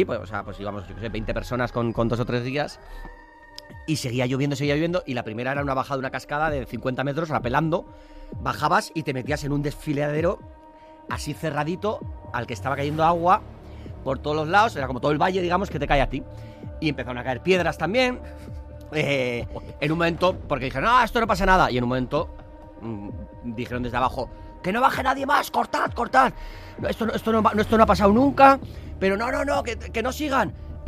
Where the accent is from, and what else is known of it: San Sebastián, Basque Country, Spain